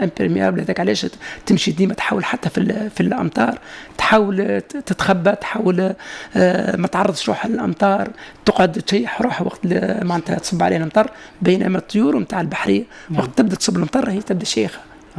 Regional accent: Tunisia; اللي عندنا في تونس

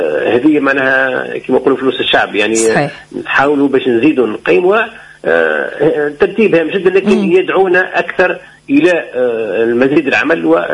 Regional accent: Tunisia

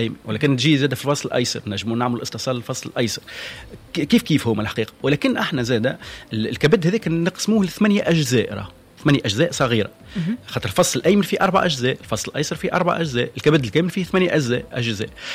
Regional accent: Tunisia; also born or lived in France; خيرنا اللي تونس خير ونقدموا الاضافه في بلادنا

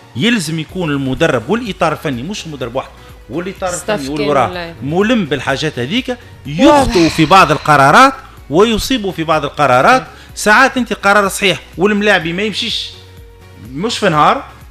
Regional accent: Tunisia; احنا هنا احنا في تونس

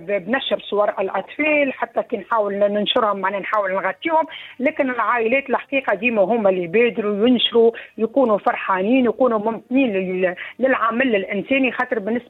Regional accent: Tunisia; moved away; انا بسيبتي تونسي

